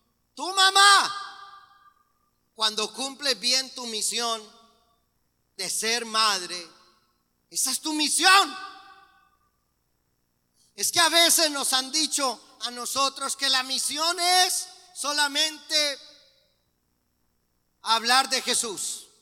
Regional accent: Colombia; En mi país, en la ciudad de Bogotá, Colombia

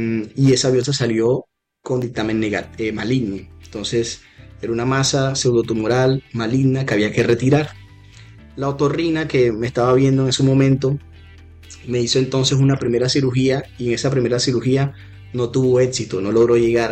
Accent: Santa Marta, Magdalena, Colombia; saben que soy de la costa, ya dije que soy de Santa Marta. Tenemos fama de ser bullosos y la fama es cierta.

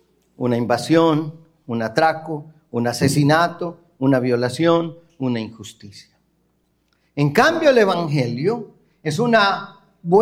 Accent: Colombia

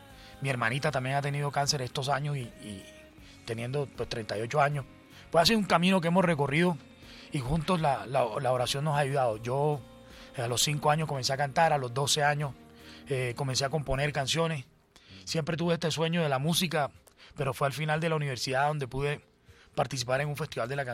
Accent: Cartagena, Bolívar, Colombia; moved away as an adult; now in Bogotá, Colombia; Nací en Cartagena de Indias, ahí crecí, viví casi toda mi vida, después me vine un tiempo para Bogotá. Vengo de una familia con una vena artística también.

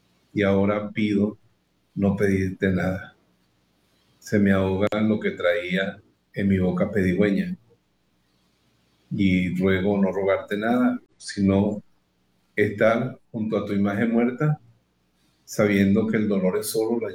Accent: Venezuela; moved away; also born or lived in La Ceja, Antioquia, Colombia / Spain

